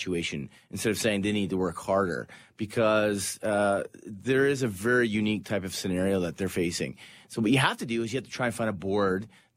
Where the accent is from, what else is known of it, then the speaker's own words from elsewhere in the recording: Canada; as a Canadian